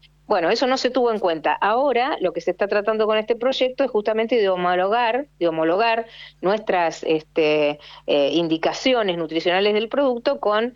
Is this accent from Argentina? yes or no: yes; Argentina; uno como argentino